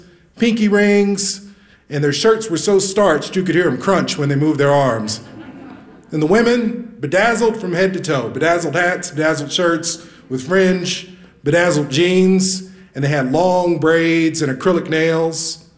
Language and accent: English; Kansas City, Kansas, United States; I said, I'm from Kansas City, Kansas.